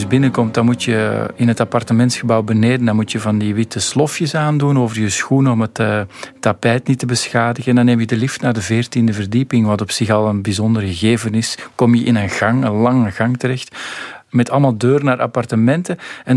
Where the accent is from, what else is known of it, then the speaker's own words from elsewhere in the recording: Antwerp, Flanders, Belgium; We vergeten Linkeroever vaak wel eens als Antwerpenaar